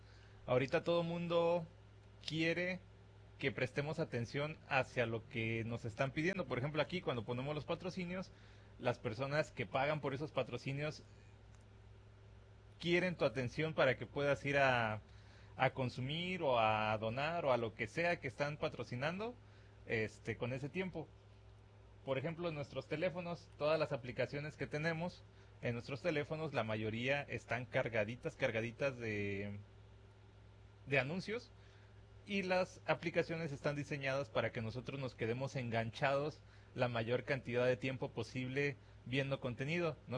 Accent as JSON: {"language": "Spanish", "country": "Mexico", "moved": "yes", "lives_now": "United States"}